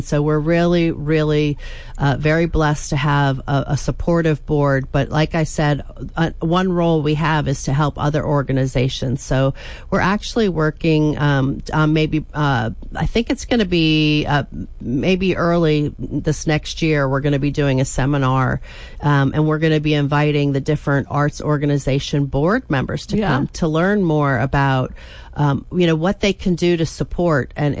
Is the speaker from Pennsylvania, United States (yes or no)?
yes; Pennsylvania, United States; went back to Pennsylvania for my job, and because it was my hometown and my parents were aging.